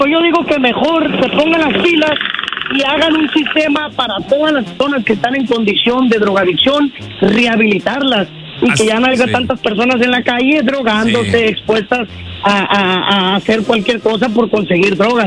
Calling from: Phoenix, Arizona, United States

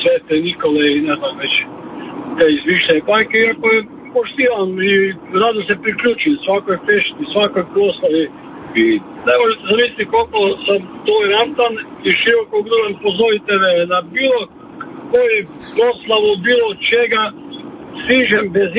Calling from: Karlovac, Karlovac County, Croatia

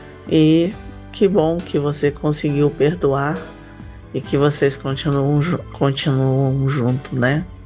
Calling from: Campos dos Goytacazes, Rio de Janeiro, Brazil; falo de Campos Goytacazes.

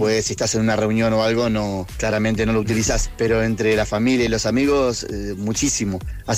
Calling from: Buenos Aires, Argentina; soy de Buenos Aires y nosotros los argentinos tenemos una particularidad, que solemos hablar al revés, sí. Al verre, como decimos nosotros.

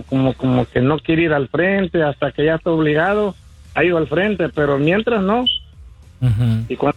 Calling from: Long Beach, California, United States; de Long Beach.

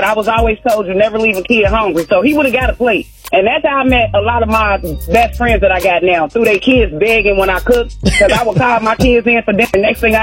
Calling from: Cincinnati, Ohio, United States; I'm calling from Cincinnati.

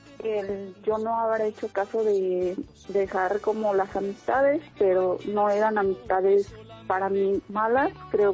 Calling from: Atizapán de Zaragoza, State of Mexico, Mexico; En Atizapán.

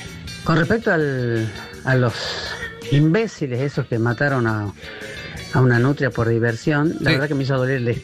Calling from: Tucumán, Argentina; Ay, Pato, de Tucumán.

